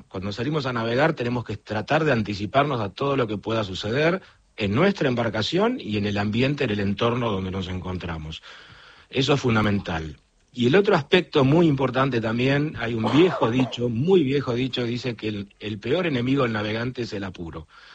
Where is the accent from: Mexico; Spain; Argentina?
Argentina; also born or lived in Uruguay; Bueno, mi licencia es de cuando yo soy argentino, de cuando yo vivía en Uruguay.